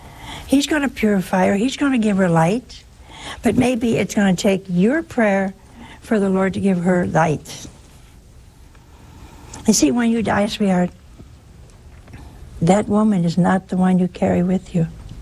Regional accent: Ohio, United States; Oh, hey, that's my home state.

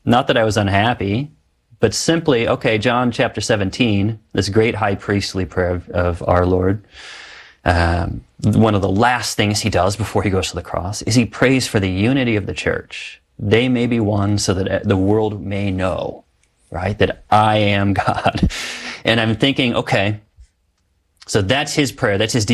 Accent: St. Louis, Missouri, United States; moved away as an adult; also born or lived in Cape Cod, Massachusetts; I'm from St. Louis.

